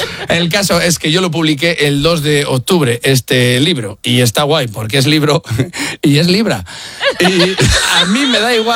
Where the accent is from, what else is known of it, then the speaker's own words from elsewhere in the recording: Spain; soy del país de Miguel de Unamuno y Miguel de Cervantes.